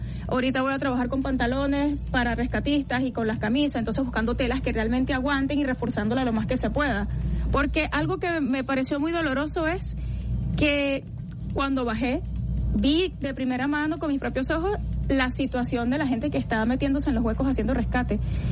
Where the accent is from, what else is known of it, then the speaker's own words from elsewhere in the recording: La Guaira, Venezuela; moved away as an adult; now in Caracas, Venezuela; yo soy guaireña, mi familia lo es, me criaron en La Guaira, toda la vida viví allí hasta que fui ya más adulta y ya me mudé para acá, para Caracas.